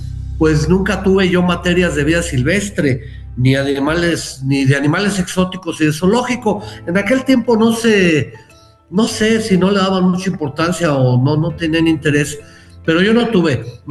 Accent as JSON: {"language": "Spanish", "town": "Morelia", "region": "Michoacán", "country": "Mexico", "moved": "yes", "lives_now": "State of Mexico, Mexico", "said": "yo soy de Morelia, Michoacán. Soy michoacano. Radico en el Estado de México, pero bueno, mi tierra es mi tierra."}